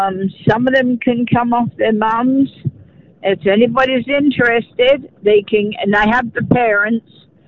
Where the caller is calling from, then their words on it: Vida, Manitoba, Canada; From Vida.